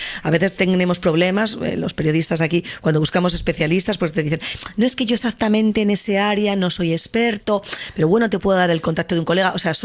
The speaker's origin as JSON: {"language": "Spanish", "country": "Spain", "said": "cuando he dicho que era española, ¿eh? Nunca, nunca jamás me han puesto mala cara. Enseguida te preguntan que de dónde eres, que si tu ciudad tiene mar."}